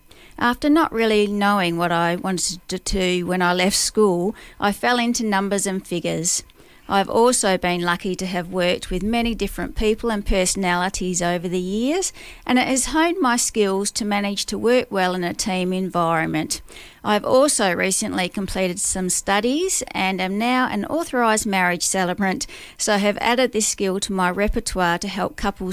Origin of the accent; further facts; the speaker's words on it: Boyup Brook, Western Australia, Australia; moved away as an adult; also born or lived in Perth / Albany; now in Harvey, Australia; I grew up in Boorup Brook, which is a small country town about an hour and 20-minute drive from Harvey.